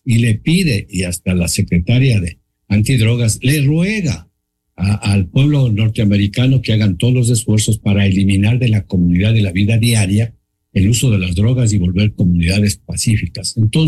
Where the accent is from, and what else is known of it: Ecuador